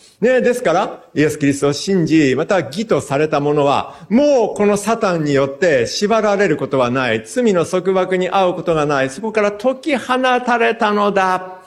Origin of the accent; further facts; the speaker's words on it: Hakusan, Ishikawa, Japan; 私は本当にこう、真っ当に生まれ育ってですね、まあ当時はですね、真っ当、今白山市になりましたけども、旧市街ですけれども、で、教会なんかはないですし、で、クリスチャンなんてのは見たこともないですし、で、全く普通の、こう、仏教の因習のある、そういった家庭に生まれ育ってですね